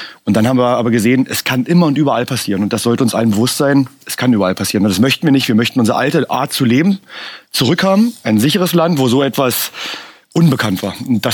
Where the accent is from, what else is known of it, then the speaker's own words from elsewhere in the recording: Stendal, Saxony-Anhalt, Germany; ich komme aus der Altmark in Stendal